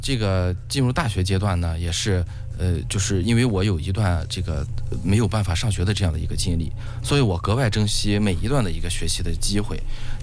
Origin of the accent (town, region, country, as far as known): Ningxia, China